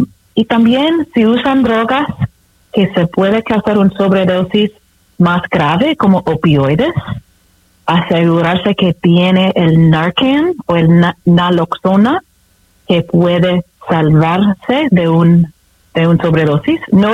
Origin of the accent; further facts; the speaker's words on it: Arizona, United States; Spanish is a second language; Yo crecí en Arizona y pasé un poco tiempo en México y no sé, siempre he usado un lenguaje que me encanta.